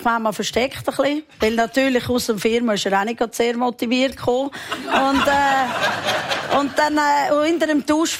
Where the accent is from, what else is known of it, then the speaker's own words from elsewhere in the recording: Meilen, Zurich, Switzerland; Ja, ich bin, Meilen.